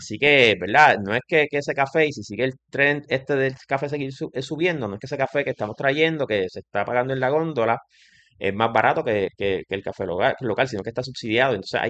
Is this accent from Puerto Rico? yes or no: yes; Castañer, Puerto Rico; moved away; Yo soy orgullosamente, no nacido, pero criado en Castañer. Mi familia, de la generación ya de mis abuelos por ambas partes, nacieron y crecieron allí.